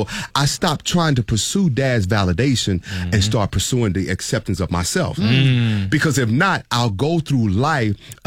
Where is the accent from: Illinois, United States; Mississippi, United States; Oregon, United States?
Mississippi, United States; JJ, you know we're from, you know we're from Mississippi, JJ.